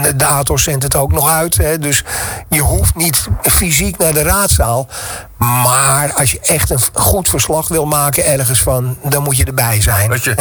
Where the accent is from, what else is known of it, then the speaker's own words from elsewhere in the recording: Amsterdam, North Holland, Netherlands; ik ben Amsterdammer, dat zei ik al.